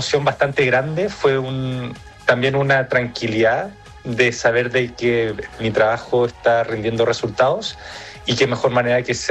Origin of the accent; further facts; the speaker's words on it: Chile; also born or lived in United States; nací en Estados Unidos, pasé mis primeros años allá, pero ya. Mi familia es chilena, yo soy chileno, todo ya. Mi... entorno chileno, así que más chileno que los porotos imposible, solamente nací allá.